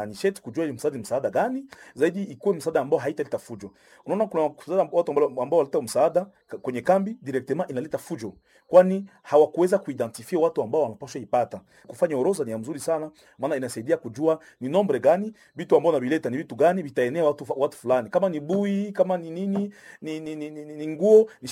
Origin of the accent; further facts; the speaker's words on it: DR Congo; kujua kama sisi ni wakongomani na tukajitia pamoja